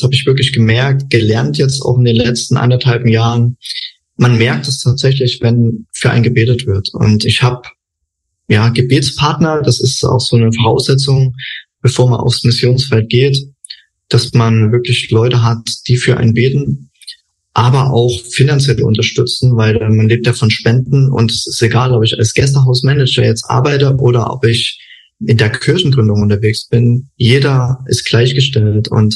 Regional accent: Saxony, Germany; moved away as an adult; now in Thailand; Und zwar komme ich ursprünglich aus Sachsen. Und in Sachsen, da gibt es ein Wort, also sagt man auf Sächsisch, Kanai.

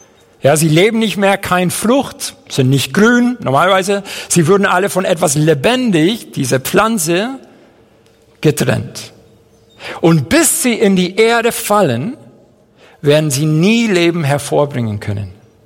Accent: Madrid, Community of Madrid, Spain; born or raised there; German is a second language; also born or lived in Seville / near Chicago; now in Fischbach, Germany

